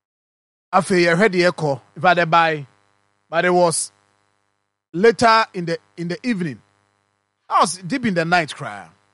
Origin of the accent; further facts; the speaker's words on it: Ghana; I'm from Ghana.